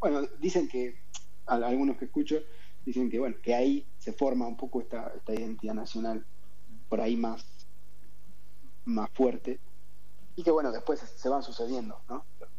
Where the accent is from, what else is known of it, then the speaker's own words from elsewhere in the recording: Argentina; somos todos argentinos, somos todos hermanos